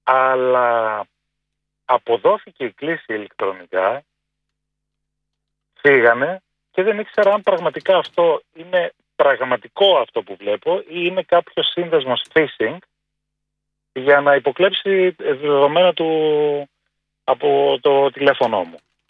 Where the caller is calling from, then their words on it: Thessaloniki, Central Macedonia, Greece; Εγώ είμαι από Θεσσαλονίκη